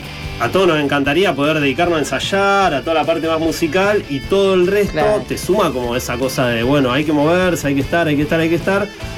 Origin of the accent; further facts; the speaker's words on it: Rosario, Santa Fe, Argentina; also born or lived in Funes; yo soy de Rosario